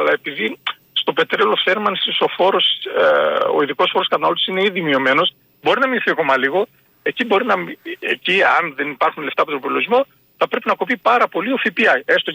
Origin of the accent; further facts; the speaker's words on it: Serres, Central Macedonia, Greece; Εγώ είμαι από τις Σέρες, δηλαδή εκεί που να χρειάζεται 2-3.000 λίτρα.